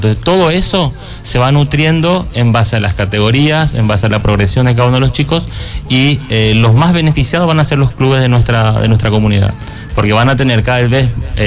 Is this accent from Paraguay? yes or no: yes; Paraguay; moved away as an adult; also born or lived in Argentina; yo hice la carrera de entrenador en Argentina. Soy paraguayo, me fui hace 20 años en Argentina. Profesionalmente me formé ahí.